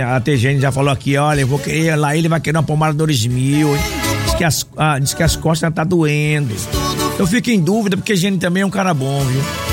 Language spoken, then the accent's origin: Portuguese; Piauí, Brazil; now in Diadema, Brazil; Olha, bom dia … Sou de Piauí, mas atualmente eu tô em Diadema, São Paulo.